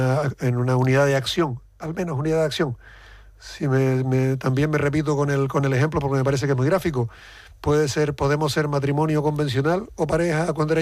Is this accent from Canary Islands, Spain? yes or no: yes; Canary Islands, Spain; Yo me siento canario de las 8 islas